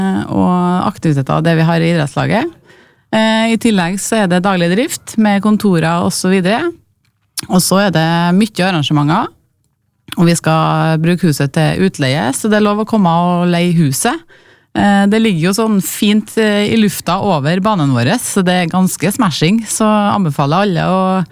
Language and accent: Norwegian; Malvik, Trøndelag, Norway; Jeg bor der selv, født og oppvokst på Vikhammeråsen